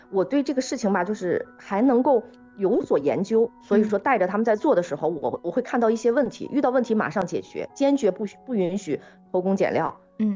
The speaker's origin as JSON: {"language": "Chinese", "region": "northern China", "country": "China", "moved": "as an adult", "lives_now": "Hainan, China", "said": "毕竟我们都是北方人，在北方长期居住生活，来海南只是度假"}